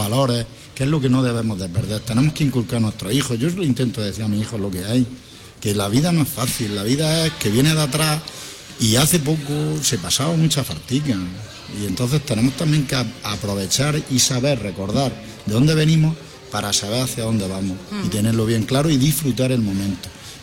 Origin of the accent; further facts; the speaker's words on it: Olula del Río, Andalusia, Spain; los que somos cebolleros somos nacidos y criados en Olula.